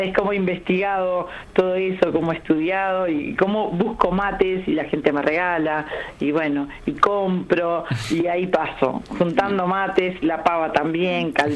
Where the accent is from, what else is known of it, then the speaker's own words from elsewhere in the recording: Paso de los Toros, Tacuarembó, Uruguay; moved away; yo soy del interior, soy de Paso de los Toros.